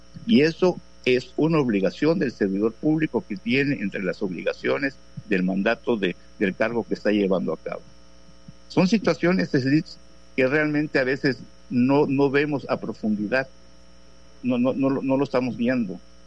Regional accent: Mexico

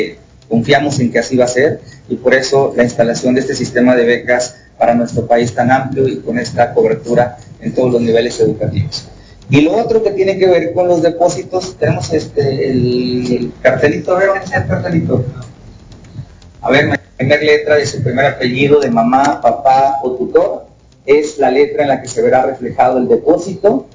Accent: Mexico; nos unamos como mexicanos

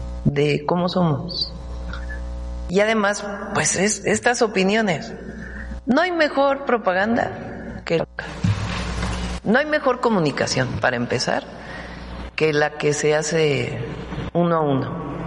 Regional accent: Mexico; Es que habla de cómo somos los mexicanos.

